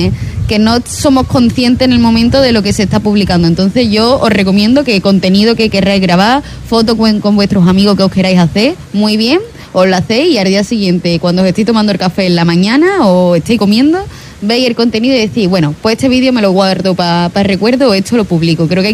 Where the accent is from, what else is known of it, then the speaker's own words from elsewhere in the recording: Huelva, Andalusia, Spain; como buena onubense que soy, de principios onubense